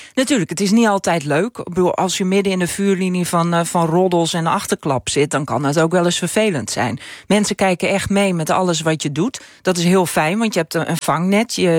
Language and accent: Dutch; Friesland, Netherlands; first language Frisian; Dutch is a second language; now in Ameland, Netherlands; Maar Fries is mijn moedertaal. Toen ik naar Ameland ben verhuisd, binnen no time was ik gewoon. Het Amelands had ik eigen gemaakt.